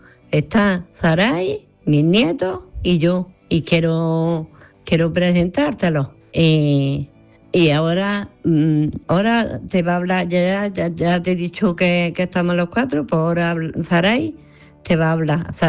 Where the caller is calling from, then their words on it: Granada, Andalusia, Spain; Hola Manolo … de Granada.